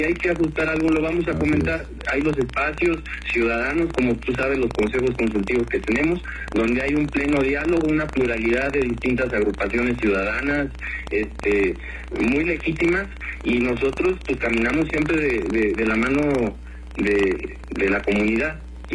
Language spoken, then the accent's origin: Spanish; Mexico City, Mexico; now in Acapulco, Mexico; No, yo soy de la Ciudad de México.